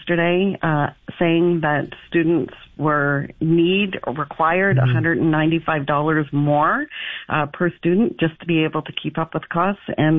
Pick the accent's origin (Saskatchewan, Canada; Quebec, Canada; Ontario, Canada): Ontario, Canada; Windsor; And right now, I come from Windsor. I'm from the Greater Essex County District School Board.